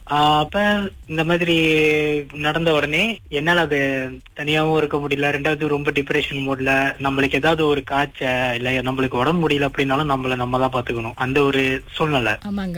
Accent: Shah Alam, Klang, Selangor, Malaysia; moved away as an adult; now in Kedah, Malaysia; நான் வந்து பிறந்து வளர்ந்தது எல்லாமே ஷாலாம் கிளங், அங்கதான் பிறந்து வளர்ந்தது எல்லாமே. படிச்சது, என்னோட காலேஜ் முடிச்சது எல்லாமே அங்கதான்.

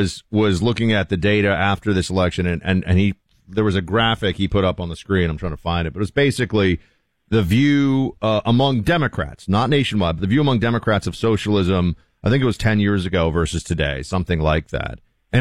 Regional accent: New York, United States; I'm from New York. What's the commie corridor? I used to live in Astoria.

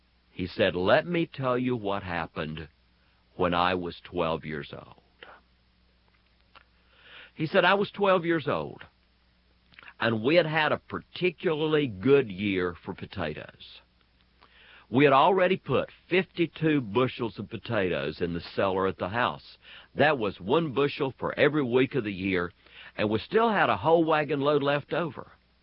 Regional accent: North Carolina, United States; as a little boy growing up in the North Carolina mountains

